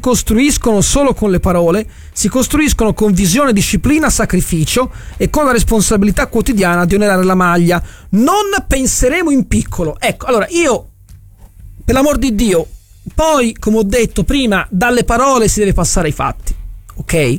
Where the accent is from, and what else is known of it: Florence, Tuscany, Italy